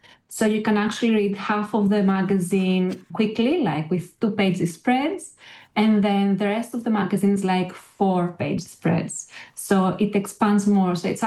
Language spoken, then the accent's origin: English; Athens, Attica, Greece; Yes, I come from Athens in Greece, and I actually made the magazine, These Are Landscapes, to escape Athens and travel in other cities without actually traveling.